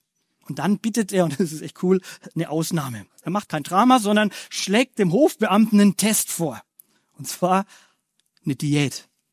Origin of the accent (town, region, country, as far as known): Bavaria, Germany